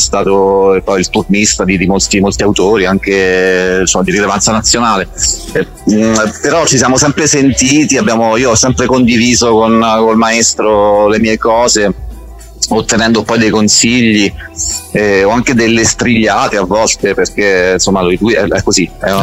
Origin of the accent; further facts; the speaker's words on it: Ascoli Piceno, Marche, Italy; Ma io sono di Ascoli Piceno, quindi la provincia che confina, delle Marche, che confina con l'Abruzzo.